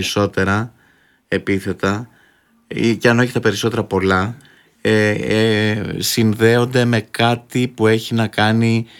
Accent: Greece; Είναι το είμαι Έλληνας, εγώ το έχω συνυφασμένο στο μυαλό μου με το είμαι άνθρωπος.

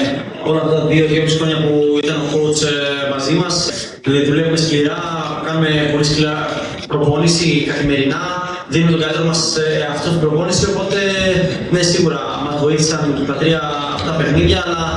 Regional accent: Northern Greece, Greece; Οπότε και εγώ, σαν παιδί της Βόρειου Ελλάδας, είμαι πάρα πολύ χαρούμενος. Παίζω σχετικά στα μέρη μου.

